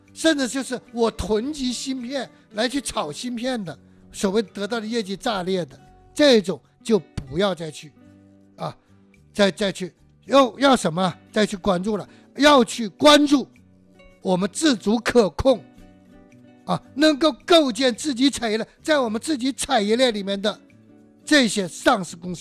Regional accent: China

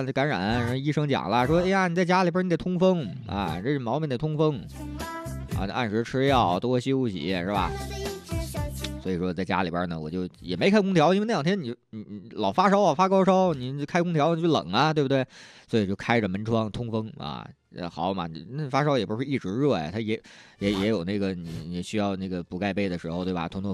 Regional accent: Northeast China, China; now in Changsha, China; 就我们东北老家那边啊

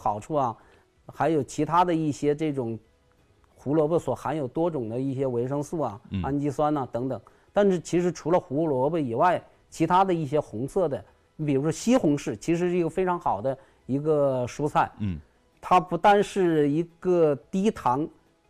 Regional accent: Hunan, China; 我们湖南人喜欢吃辣的啊，这个是都知道的。

